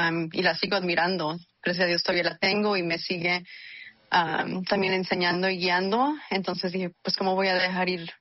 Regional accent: Anderson, California, United States; also born or lived in Sacramento; Sí, yo crecí aquí en el área de Reading, más específicamente en Anderson. Mientras que estudiaba, sí viví en Sacramento por unos años, pero luego regresé aquí al área norte de California

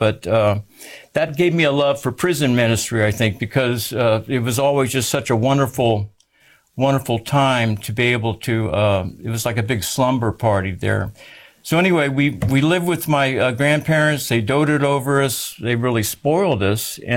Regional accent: San Antonio, Texas, United States; born there

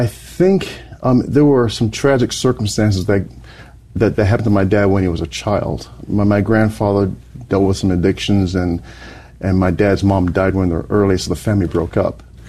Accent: England, United Kingdom; born there; parents migrated to England for education. They're both from Jamaica, and it was there that they met. And I was born there in England, and it was at that point I became part of the Anglican Church in England.

